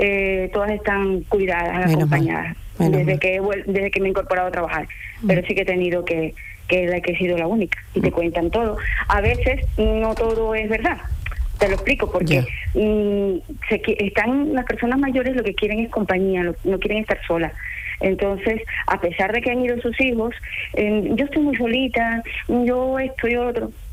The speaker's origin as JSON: {"language": "Spanish", "country": "Ecuador", "moved": "yes", "lives_now": "Spain", "said": "Ecuatoriana. Yo soy ecuatoriana, nacida en Ecuador. Y llevo aquí desde el 2003 en España."}